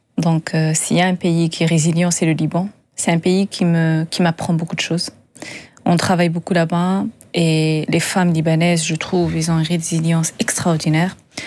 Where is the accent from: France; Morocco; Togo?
Morocco; Agadir, Souss-Massa; moved away; moi, j'ai grandi au Maroc. J'ai grandi dans le Sud.